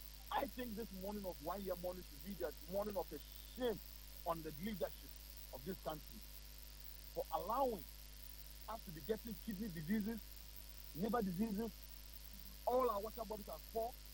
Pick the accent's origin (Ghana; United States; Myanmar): Ghana